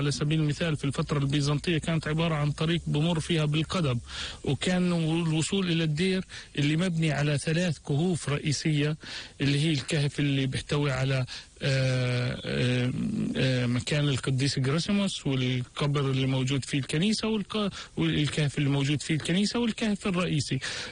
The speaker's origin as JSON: {"language": "Arabic", "country": "Palestine", "said": "وإحنا كفلسطينيين"}